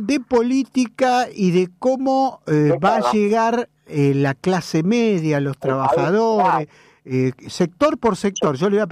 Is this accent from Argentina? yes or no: yes; Argentina; No somos todos los argentinos los porteños, es lo menos.